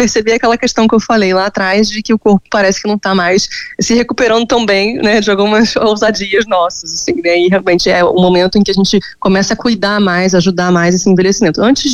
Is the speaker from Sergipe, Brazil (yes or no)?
no; Rio de Janeiro, Brazil; Eu sou do Rio, mas eu atendo muitos pacientes online e eu atendo presencialmente em São Paulo também